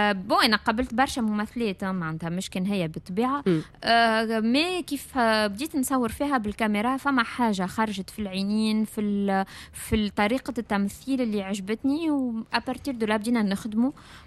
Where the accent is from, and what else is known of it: Tunisia